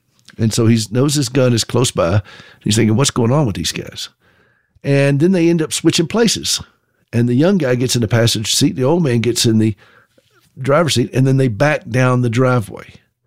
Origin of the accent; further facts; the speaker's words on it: Southern United States, United States; now in Montana, United States; and you have to understand about Montana too, that I'm from the South, where sarcasm is a way of life. I mean, that we just say things in the South differently.